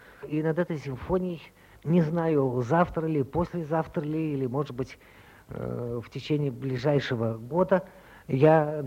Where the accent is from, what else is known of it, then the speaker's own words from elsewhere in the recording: Saint Petersburg, Russia; Я сам ленинградец